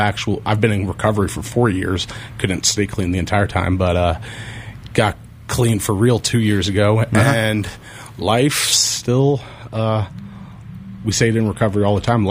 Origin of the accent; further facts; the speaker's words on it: Basalt, Colorado, United States; now in Carbondale, United States; I grew up in Basalt, but I've been living in Carbondale for 8 years, and always love Mountain Fair.